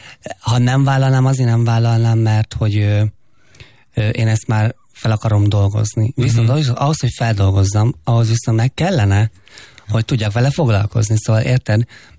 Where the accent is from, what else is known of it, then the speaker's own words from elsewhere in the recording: Fót, Pest, Hungary; én Fóton nőttem fel a gyermekvárosban